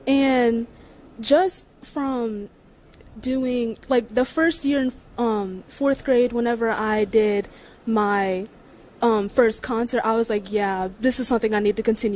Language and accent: English; Charles Town, West Virginia, United States; I'm from Charlestown, West Virginia.